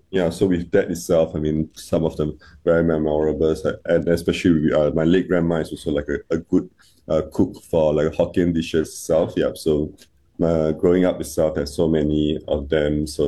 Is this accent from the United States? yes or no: no; Singapore; our old place where I grew up itself was in Henderson.